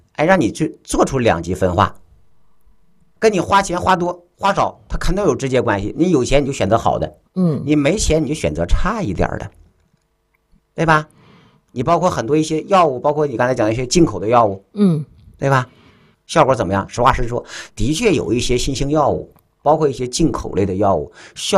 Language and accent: Chinese; China; 那我们中国人有没有